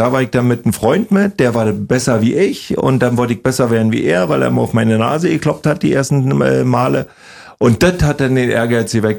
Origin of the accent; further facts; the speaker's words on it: East Germany, Germany; ich meine, ich komme zwar aus dem Osten, da war das alles nicht so schlimm, mit nackig rumrennen.